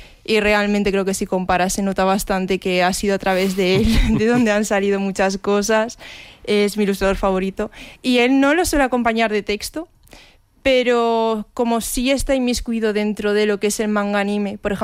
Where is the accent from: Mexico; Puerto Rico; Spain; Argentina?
Spain; Asturias; Y allí, en la convención a la que yo he ido siempre, soy de Asturias, era la Cometcon